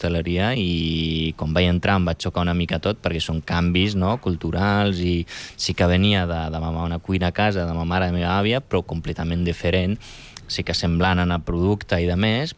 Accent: Rif, Morocco; Catalan is a second language; now in Catalonia, Spain

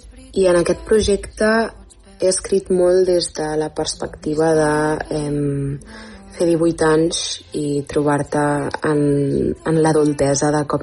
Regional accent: Barcelona, Catalonia, Spain; Soc un artista del Poblenou de tota la vida

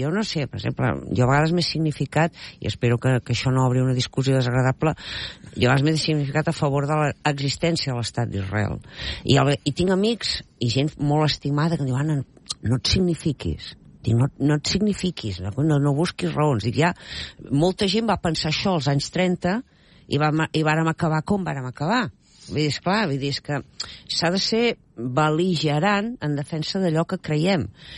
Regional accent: Catalonia, Spain; A mi em va caure la cara de vergonya, allò com a catalana

